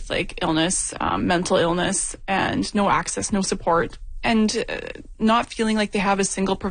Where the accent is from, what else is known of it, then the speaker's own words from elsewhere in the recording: Fairview, Alberta, Canada; I grew up in Fairview, Alberta, which is a little northern community, just about an hour from Grand Prairie.